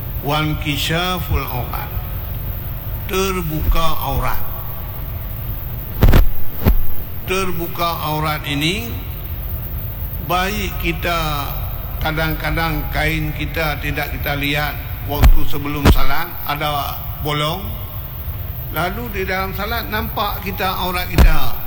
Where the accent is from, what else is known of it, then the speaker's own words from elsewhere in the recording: Aceh, Indonesia; Biasa kalau kita orang Aceh, kaum-kaum ibu sering sembahyangnya di sawah